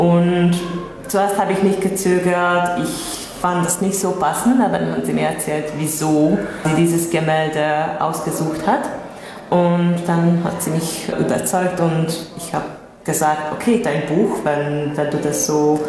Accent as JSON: {"language": "German", "country": "Hungary", "moved": "as an adult", "lives_now": "Budapest, Hungary", "said": "Ich komme ursprünglich aus Nádas, aber ich wohne schon seit mehr als 15 Jahren in Budapest."}